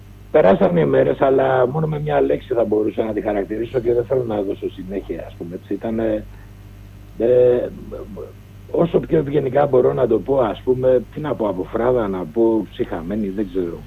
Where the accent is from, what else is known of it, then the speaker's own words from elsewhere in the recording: Western Greece, Greece; γιατί το χωριό μου είναι 2 χιλιόμετρα από Ζαχάρο σε ένα λόφο